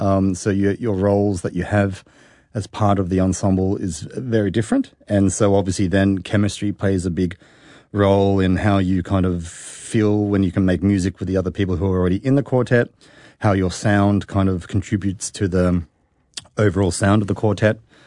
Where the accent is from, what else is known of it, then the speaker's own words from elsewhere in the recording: Sydney, New South Wales, Australia; now in Berlin, Germany; I'm from Sydney